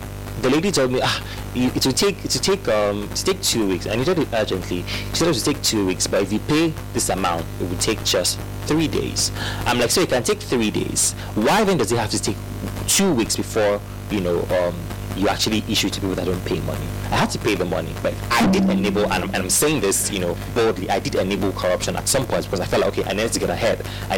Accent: Nigeria; as a Nigerian

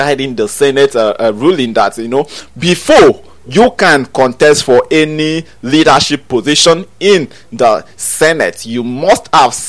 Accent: Nigeria; As a Nigerian

